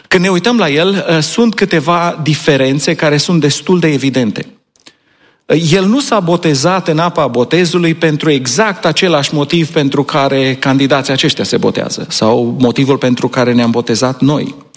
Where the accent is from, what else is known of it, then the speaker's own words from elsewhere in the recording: Romania; moved away; Îmi aduc aminte când eram copil în România